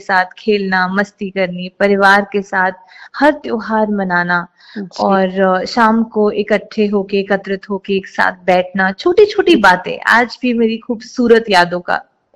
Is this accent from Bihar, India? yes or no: no; Delhi, India; मेरा बचपन दिल्ली में बीता है, वहीं मेरा जन्म हुआ, वहीं मैं पली बड़ी